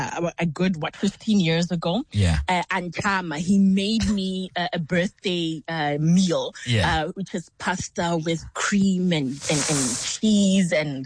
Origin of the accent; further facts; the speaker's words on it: Lesotho; Yes. So I was born and raised in Lesotho. So my mom is Tosa. She was born in the Eastern Cape